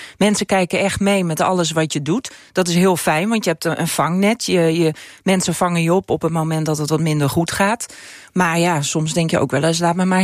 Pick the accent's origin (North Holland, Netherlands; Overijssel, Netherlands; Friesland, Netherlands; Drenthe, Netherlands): Friesland, Netherlands; accent: Frisian; first language Frisian; Dutch is a second language; now in Ameland, Netherlands; Maar Fries is mijn moedertaal. Toen ik naar Ameland ben verhuisd, binnen no time was ik gewoon... Het Amelands had ik eigen gemaakt.